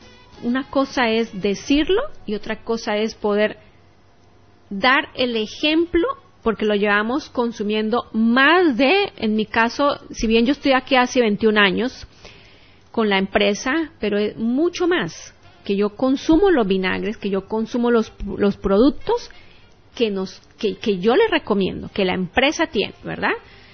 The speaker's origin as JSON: {"language": "Spanish", "country": "Bolivia", "lives_now": "Santa Cruz, Bolivia", "said": "Nosotros somos de Bolivia, estamos en Santa Cruz."}